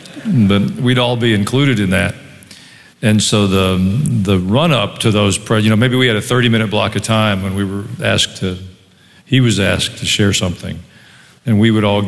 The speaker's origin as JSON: {"language": "English", "town": "Kansas City", "country": "United States", "tie": "born there", "said": "I was born in Kansas City. When you and Mom were first married, we lived there, and you had a different job."}